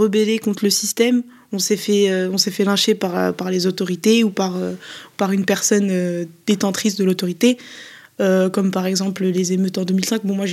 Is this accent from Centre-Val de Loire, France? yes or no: no; Sevran, Île-de-France, France; je viens de Sevran, et malgré ça, on se retrouve quand même, nous, banlieusards